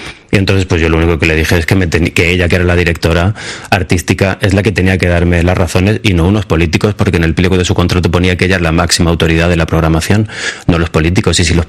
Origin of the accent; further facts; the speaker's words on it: Spain; Yo, como cualquier español, no conocía más allá de que lo del brazo incorrupto de Santa Teresa